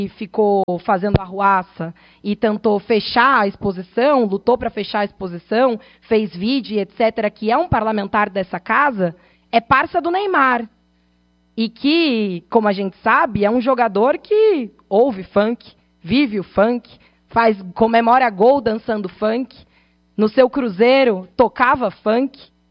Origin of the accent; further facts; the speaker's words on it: São Paulo, Brazil; como uma jovem que veio da Zona Leste de São Paulo